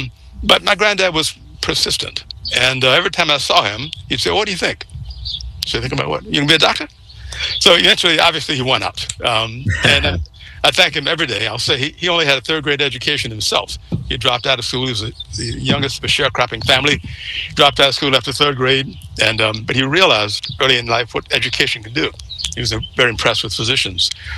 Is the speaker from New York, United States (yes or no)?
no; Florida, United States; I grew up in Florida. I never had a white classmate, teacher, or principal in all my schooling from first grade through 12th grade.